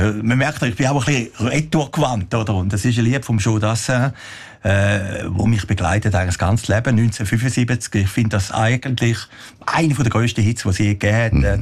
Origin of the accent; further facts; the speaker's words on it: Zurich, Switzerland; ich bin aufgewachsen im Zürcher Wieland